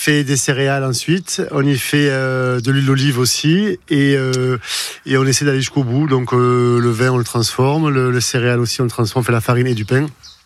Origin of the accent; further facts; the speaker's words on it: Sanilhac-Sagriès, Occitanie, France; Nous, on est originaire de Sagriès. Mon grand-père était à Sagriès, il faisait le vin à Sagriès.